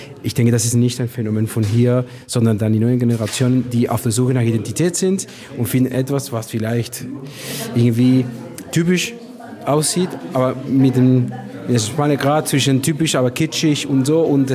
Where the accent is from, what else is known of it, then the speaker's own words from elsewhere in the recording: Argentina; German is a second language; ich komme ursprünglich aus Argentinien.